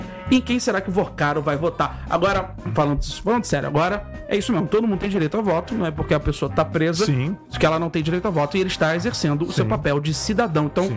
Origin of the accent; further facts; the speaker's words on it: Argentina; Sou argentino, sou argentino. Já mostrei, inclusive, aqui minha tatuagem da Argentina.